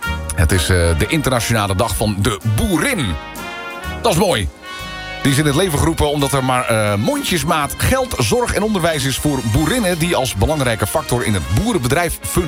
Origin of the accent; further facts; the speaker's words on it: Friesland, Netherlands; Die woonden in Den Haag. Wij komen helemaal uit Friesland. Dus ja, dan blijf je logeren.